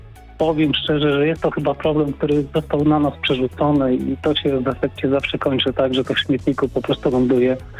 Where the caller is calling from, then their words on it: Szczecin, West Pomeranian Voivodeship, Poland; mieszkam w Dwójmieście, pracuję w Policach, mieszkam w Szczecinie